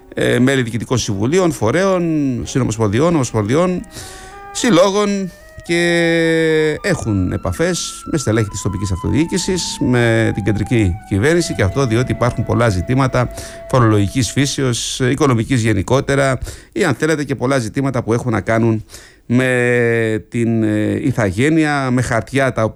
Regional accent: Greece; ως Έλληνες

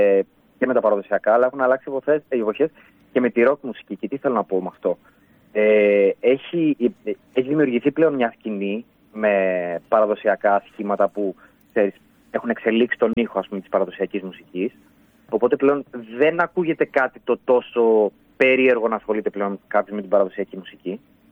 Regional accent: Alexandroupoli, Eastern Macedonia and Thrace, Greece; Εγώ είμαι από Αλεξανδρούπολη.

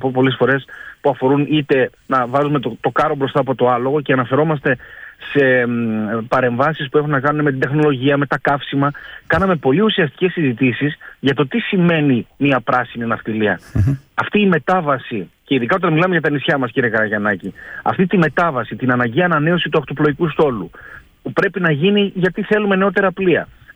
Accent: Greece; ως Έλληνες είμαστε πάρα πολύ υπερήφανοι.

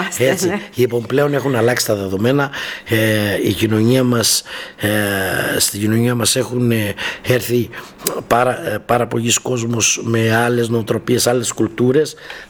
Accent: Crete, Greece; now in Rhodes, Greece; η Κρήτη είναι πολύ μεγαλύτερη και το ξέρω πάρα πολύ καλά, γιατί είναι η καταγωγή μου από εκεί.

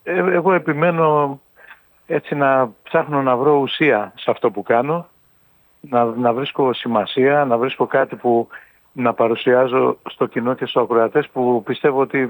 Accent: Ionian Islands, Greece; Εγώ είμαι από την Κεφαλονιά, ναι.

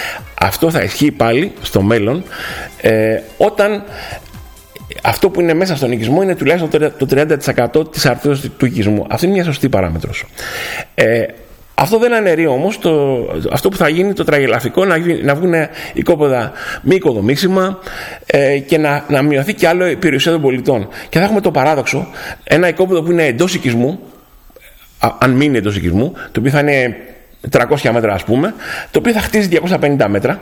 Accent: Zakynthos, Ionian Islands, Greece

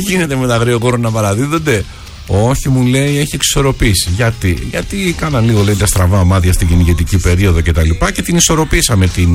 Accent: Gortynia, Peloponnese, Greece; στο χωριό μου που είναι στην ορεινή Γορτινία

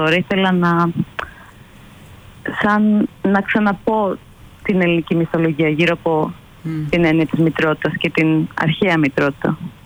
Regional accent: Greece; now in London, United Kingdom; Εγώ είμαι Ελληνίδα, αλλά μένω στο Λονδίνο.

